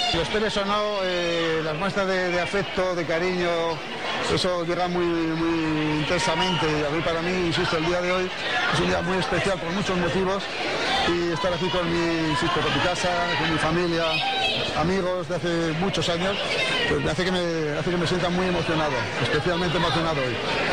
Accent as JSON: {"language": "Spanish", "town": "Haro", "region": "La Rioja", "country": "Spain", "tie": "born or raised there", "moved": "yes", "said": "mi casa, mi pueblo, con mi gente, con mi familia"}